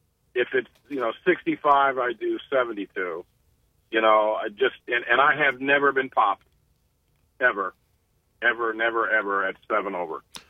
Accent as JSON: {"language": "English", "town": "Akron", "region": "Ohio", "country": "United States", "tie": "born or raised there", "said": "I mean, I grew up in Akron on west, you know, in the west part of Akron right by Fairlawn."}